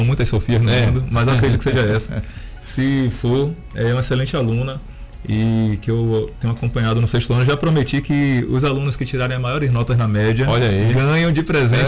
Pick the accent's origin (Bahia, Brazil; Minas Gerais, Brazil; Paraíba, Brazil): Bahia, Brazil; Ilhéus; also born or lived in Salvador; eu venho de uma criação de zona rural e morei sempre longe do centro, né? Sou da região lá de Vila Joerana mesmo, zona norte